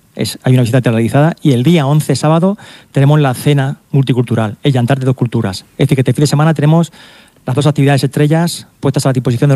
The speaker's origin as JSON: {"language": "Spanish", "town": "Cieza", "region": "Region of Murcia", "country": "Spain", "said": "Yo soy de Cieza, soy especializado en Cieza y conozco mi pueblo muy bien."}